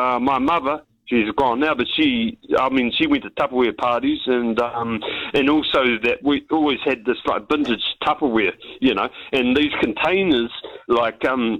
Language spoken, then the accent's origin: English; Canterbury, New Zealand; I'm from Canterbury, and obviously I was a fan of Fraser